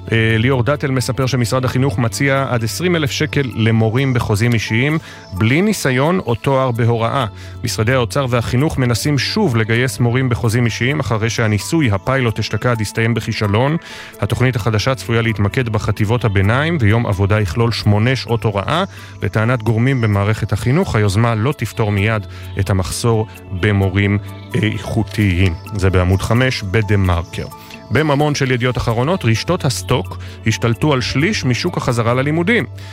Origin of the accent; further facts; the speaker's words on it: Holon, Tel Aviv District, Israel; אני מחולון